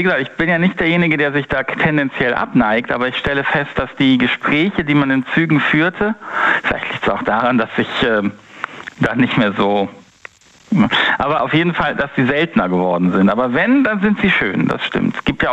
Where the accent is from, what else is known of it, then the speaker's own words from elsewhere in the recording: North Rhine-Westphalia, Germany; Ich komme aus dem Rhein-Sieg-Kreis.